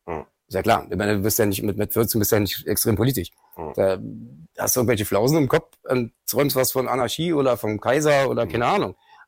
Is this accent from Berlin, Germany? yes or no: yes; Berlin, Germany; also born or lived in Schöneberg, Berlin; geboren in Schöneberg, groß geworden in Kreuzberg.